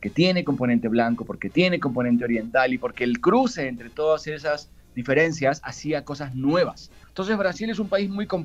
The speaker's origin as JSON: {"language": "Spanish", "country": "Mexico", "tie": "born or raised there", "also_born_or_lived": "Argentina / Spain", "said": "Yo soy argentino, nací en Argentina, mi padre es argentino, mi mamá es chilena, me crié en México, viví en España una década."}